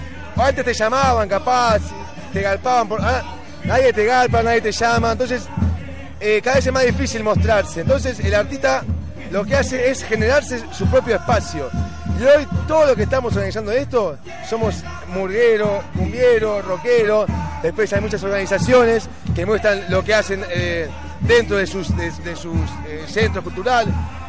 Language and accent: Spanish; Buenos Aires, Argentina; born there; yo nací en Pompeya y Parque Patricio, somos pegados, somos casi lo mismo.